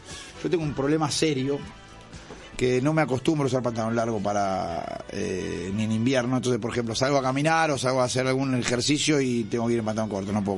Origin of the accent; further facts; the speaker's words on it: Argentina; porque eso lo hacemos porque somos argentinos.